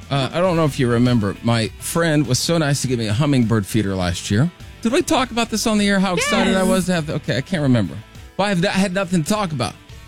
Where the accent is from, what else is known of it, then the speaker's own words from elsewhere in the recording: Iowa, United States; moved away; I grew up in Iowa.